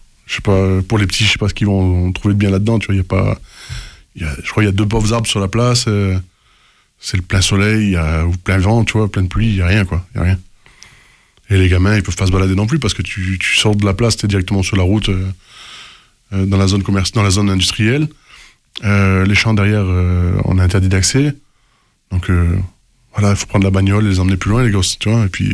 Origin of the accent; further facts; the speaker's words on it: France; fait un bail qu'on est français.